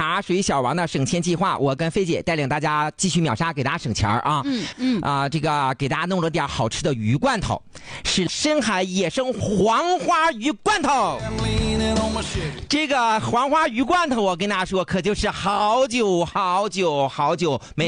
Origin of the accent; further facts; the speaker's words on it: Dalian, Liaoning, China; 我们大连人都爱戴，